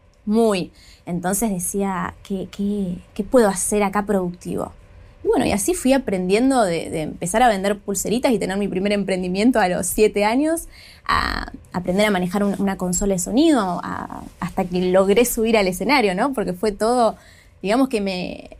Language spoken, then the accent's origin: Spanish; Villa Carlos Paz, Córdoba, Argentina; Nací en un teatro, tal cual. Bueno, soy de Carlos Paz y mi familia tiene su productora. Y la realidad es que sí, mi infancia fue en un teatro.